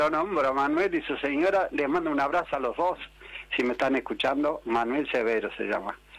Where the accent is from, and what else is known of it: Tranqueras, Rivera, Uruguay; born or raised there; moved away